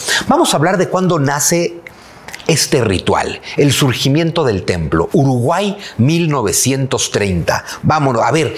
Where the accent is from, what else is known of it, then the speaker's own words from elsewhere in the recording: Mexico; lo digo también de nosotros los mexicanos